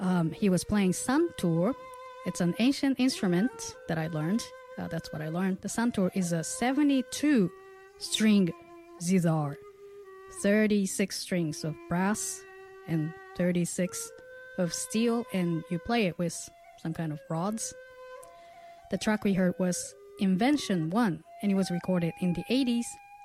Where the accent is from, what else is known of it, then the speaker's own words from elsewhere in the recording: Japan; moved away; I was born and raised in Japan